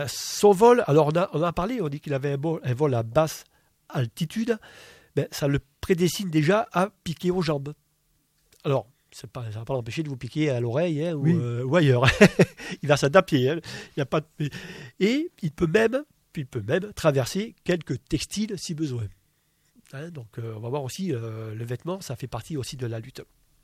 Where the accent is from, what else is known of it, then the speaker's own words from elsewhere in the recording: Provence-Alpes-Côte d'Azur, France; je suis provençal